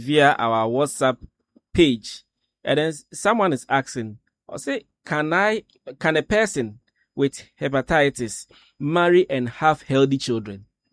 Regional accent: Ghana; Ghana, going to the hospital as a Ghanaian

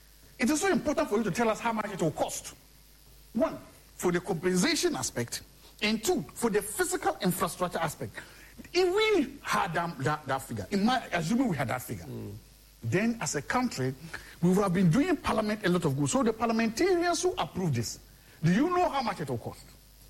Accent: Tumu, Upper West, Ghana; You go to Tumu, my hometown, there's a market in Tumu.

